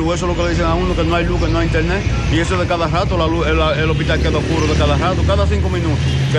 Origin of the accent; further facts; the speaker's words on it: Cutupú, La Vega, Dominican Republic; De Cutupú, La Vega.